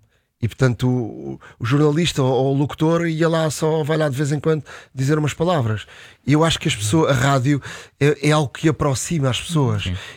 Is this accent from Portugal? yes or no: yes; Montijo, Setúbal, Portugal; eu sou do Montijo, comecei na rádio do Montijo, passei por uma rádio em Alcochete